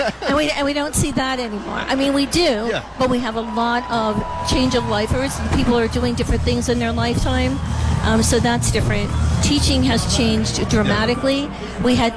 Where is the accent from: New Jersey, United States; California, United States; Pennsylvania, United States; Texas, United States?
Pennsylvania, United States; Philadelphia; I'm from the Philadelphia area, yeah. And I am a true Phillies fan.